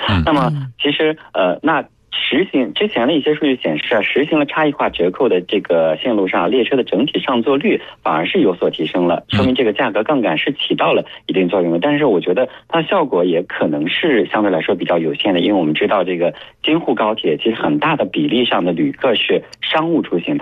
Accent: China; 我们中国人

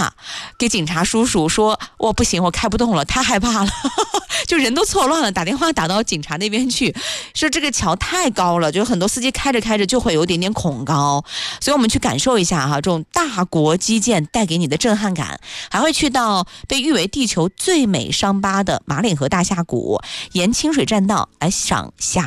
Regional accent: Xinjiang, China; now in Nanjing, China; 我着重推荐的就是我的家乡新疆的西红柿。

